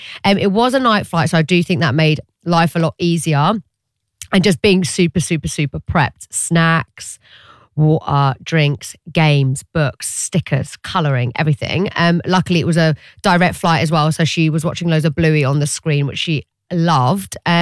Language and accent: English; Iraq; I am from Iraq